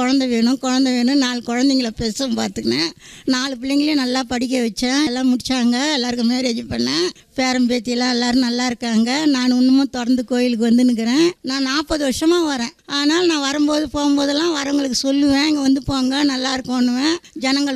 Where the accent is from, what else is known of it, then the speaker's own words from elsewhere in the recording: Chennai, Tamil Nadu, India; நான் வந்து சொந்த ஊர் வந்து எனக்கு சென்னை மயிலாப்பூர்.